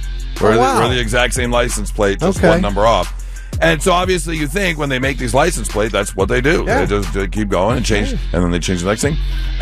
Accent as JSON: {"language": "English", "region": "Michigan", "country": "United States", "tie": "born or raised there", "moved": "yes", "lives_now": "Ohio, United States", "said": "growing up in Michigan"}